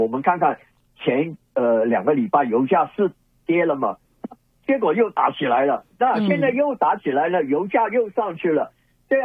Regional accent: Canada; 我们加拿大人

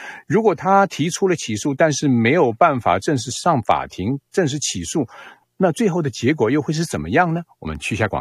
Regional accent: Canada; 我们加拿大人

